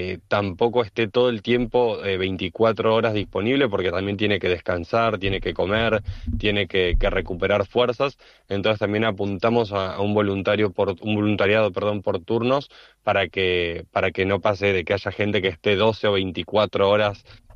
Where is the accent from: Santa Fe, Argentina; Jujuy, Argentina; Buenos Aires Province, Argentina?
Buenos Aires Province, Argentina; Mar del Plata; en mi caso, que yo soy de Mar del Plata y quiero servir en Buenos Aires